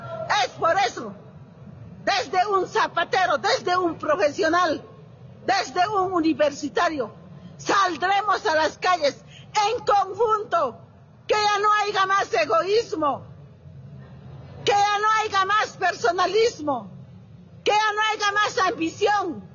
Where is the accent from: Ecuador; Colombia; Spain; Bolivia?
Bolivia; Somos bolivianos, de aquí, de nuestro país.